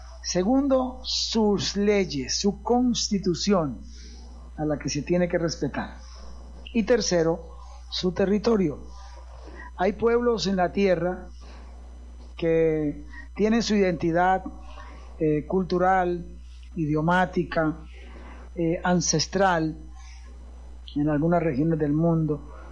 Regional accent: Colombia; Somos el pueblo colombiano y hoy tenemos esa bendición de identificarnos, no nos sentimos avergonzados de ser colombianos.

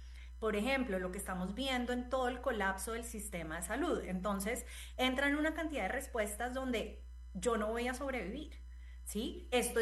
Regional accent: Cali, Valle del Cauca, Colombia; Por ejemplo, escuchaba en Cali, yo soy de Cali y de verdad, de corazón

